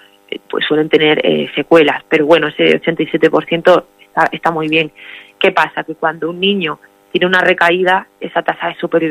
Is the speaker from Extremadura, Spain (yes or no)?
yes; Cáceres, Extremadura, Spain; Sergio es un niño de Cáceres, yo también soy de Cáceres.